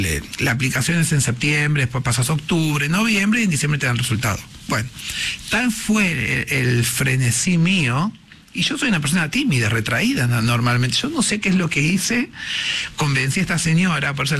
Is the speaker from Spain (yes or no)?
no; La Plata, Buenos Aires Province, Argentina; yo soy de La Plata.